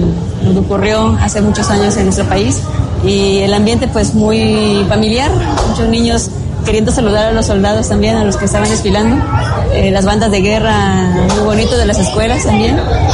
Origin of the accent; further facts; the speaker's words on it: Mexico; Pues ser mexicana es un honor, ¿no? Es algo que se lleva a las raíces. Somos mexicanos y de pueblo indígena también